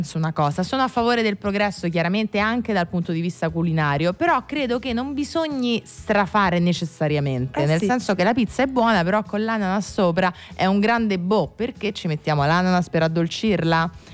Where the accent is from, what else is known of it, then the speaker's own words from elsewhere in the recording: Salerno, Campania, Italy; Io sono di Salerno